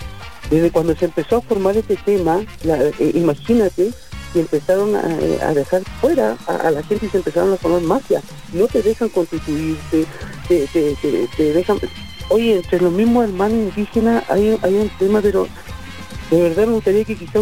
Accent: Antofagasta, Chile; mi pueblo, yo siendo un atacameño

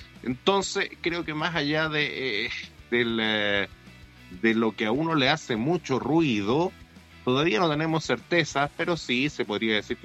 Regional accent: Chile; Nosotros somos vecinos de Argentina, tenemos una tradición de conflictos que incluso casi derivaron en una guerra

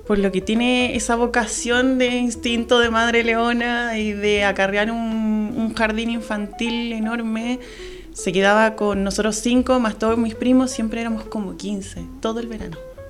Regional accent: San Bernardo, Santiago Metropolitan Region, Chile; soy oriunda de San Bernardo de siempre.

